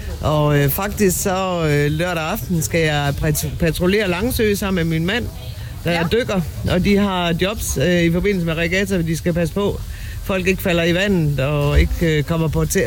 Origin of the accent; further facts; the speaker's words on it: Silkeborg, Central Denmark Region, Denmark; Jeg er født og opvokset her i Silkeborg.